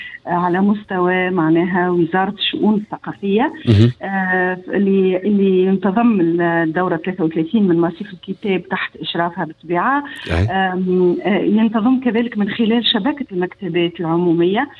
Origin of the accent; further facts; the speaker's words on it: Tunisia; بلادنا تونس